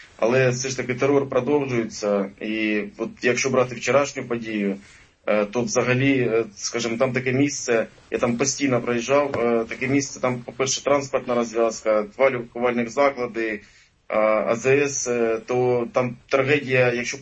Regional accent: Kharkiv, Kharkiv Oblast, Ukraine; я хочу сказати, ну, як харків'янин

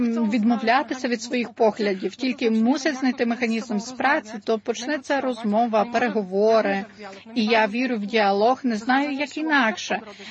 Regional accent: Poland; Ukrainian is a second language; як полька

